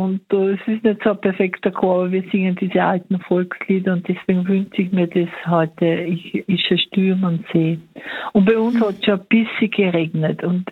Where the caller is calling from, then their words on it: Neunkirchen, Saarland, Germany; ich habe wieder heute meine Singstunde, wöchentliche Singstunde im Pflegeheim gehabt, bei uns in Neunkirchen.